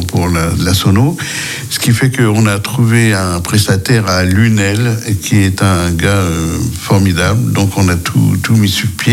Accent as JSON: {"language": "French", "country": "Martinique", "said": "je viens de Martinique."}